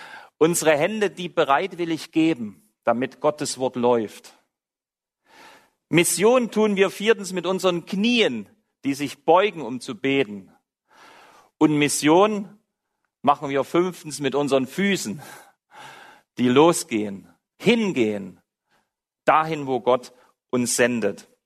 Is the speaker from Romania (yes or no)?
no; Saxony, Germany; dass ich aus Sachsen komme, dort bin ich aufgewachsen.